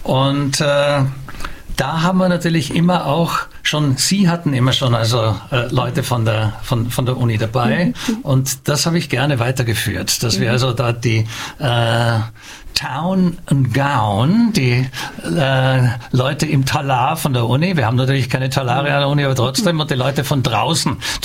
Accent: Austria; also born or lived in Dortmund; now in Budapest, Hungary; als Österreicher ist mir überhaupt ein Anliegen, die Literatur meines Landes im Ausland zu zu vermitteln.

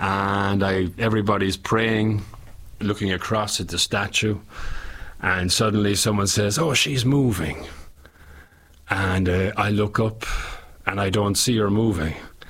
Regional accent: Ireland; Okay, I grew up in Ireland. I was born in the 70s. I, let's say, grew up in the 80s.

